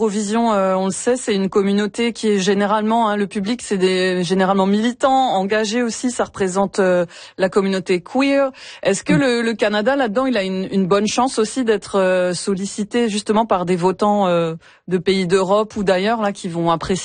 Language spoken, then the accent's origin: French; France; moi je viens de France